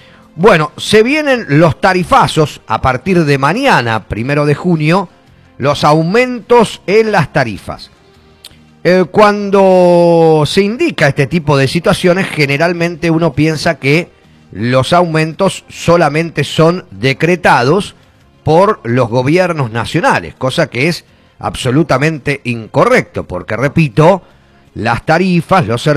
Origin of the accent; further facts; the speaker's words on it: Buenos Aires Province, Argentina; para los que somos bonaerenses